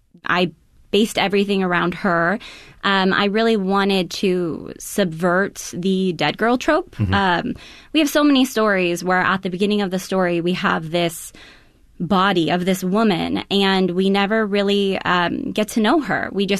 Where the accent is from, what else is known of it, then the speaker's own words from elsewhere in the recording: Nisita, Wisconsin, United States; my hometown, which is Nisita, Wisconsin, where I grew up, which has quite a bit of its own lore